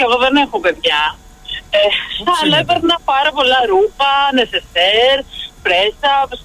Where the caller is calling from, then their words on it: Chania, Crete, Greece; από τα Χανιά.